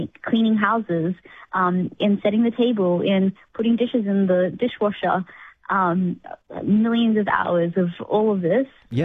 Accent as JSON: {"language": "English", "town": "Cairns", "region": "Queensland", "country": "Australia", "tie": "born or raised there", "moved": "as an adult", "lives_now": "San Francisco, United States", "said": "when I was growing up in Cairns, far north Queensland"}